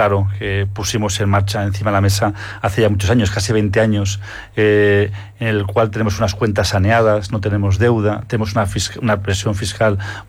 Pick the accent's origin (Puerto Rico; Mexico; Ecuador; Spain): Spain; Tres Cantos, Community of Madrid; Yo como español, como tricantino, como español